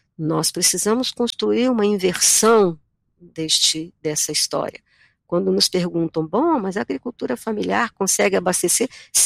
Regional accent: Minas Gerais, Brazil; Conversando com vocês aqui agora, que estão em Minas, de onde sou, eu também sou mineira

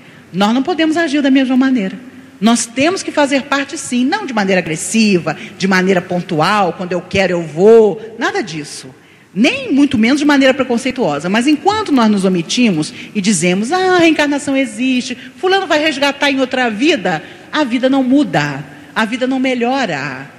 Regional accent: Rio de Janeiro, Brazil; now in Brasília, Brazil; Eu sou carioca, mas moro há quase 50 anos em Brasília.

